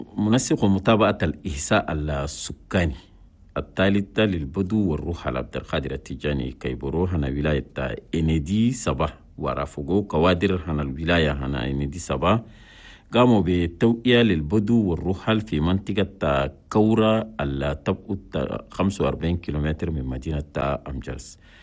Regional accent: Chad; وزيرنا الإعلام الناطق الرسمي باسم الحكومة قاسم شريف محمد استقبل السفير حناسين في بلدنا تشاد.

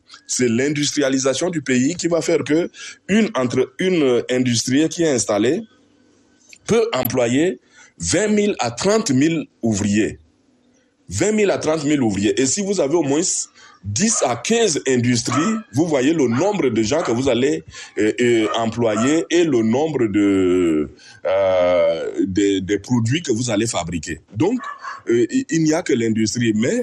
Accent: Doba, Logone Oriental, Chad; now in N'Djamena, Chad; si je veux aller chez moi à Doba

